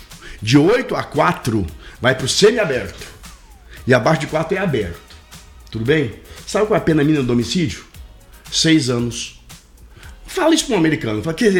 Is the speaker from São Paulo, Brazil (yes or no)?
yes; São Paulo, Brazil; moved away; Eu sou paulistano lá na capital.